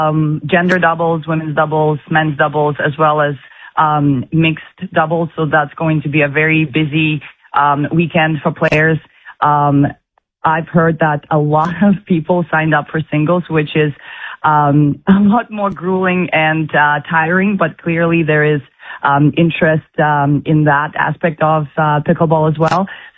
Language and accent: English; Kazakhstan; now in Regina, Canada; I am originally from Kazakhstan. I went to school in England. I met my husband in Europe and then decided to come out and visited him in Canada. And then I just stayed.